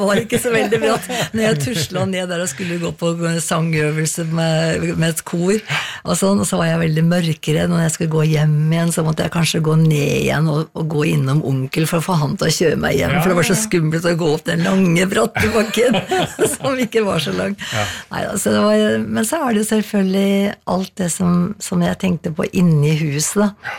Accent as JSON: {"language": "Norwegian", "town": "Skreia", "region": "Innlandet", "country": "Norway", "tie": "born or raised there", "lives_now": "Asker, Norway", "said": "Det er liksom Toten og Skreia, det er der jeg vokste opp, ikke sant? Så det er liksom røttene mine. Og så har jeg bodd nå i Asker, mye lenger da."}